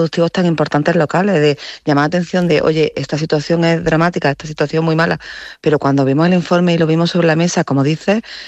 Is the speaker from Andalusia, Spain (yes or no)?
yes; Córdoba, Andalusia, Spain; los cordobeses